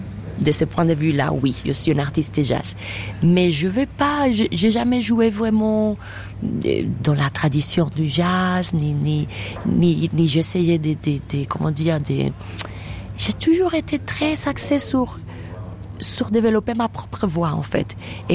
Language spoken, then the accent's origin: French; Cuba; moved away; ma tradition à moi cubaine